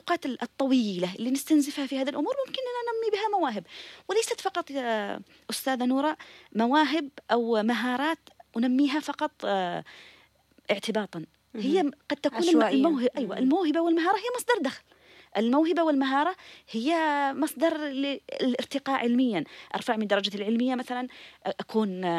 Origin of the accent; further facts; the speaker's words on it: Yemen; والدوام عندنا في اليمن حقيقة دوام خفيف جدا